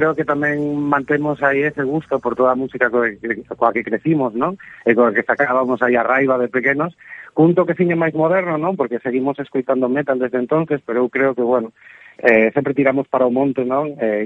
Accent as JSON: {"language": "Galician", "town": "A Coruña", "region": "Galicia", "country": "Spain", "moved": "yes", "lives_now": "Barcelona, Spain", "said": "sendo coruñés de toda a vida, pois había que buscar o traballo donde se podía, e acabei aquí no outro extremo"}